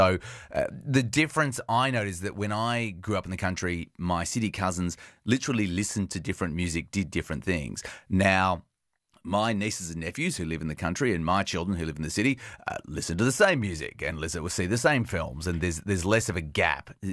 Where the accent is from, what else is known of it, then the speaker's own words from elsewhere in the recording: Sale, Victoria, Australia; I grew up in Sale in beautiful Gippsland in the pointy part of Victoria, but I've been living in big cities for the past 3 decades.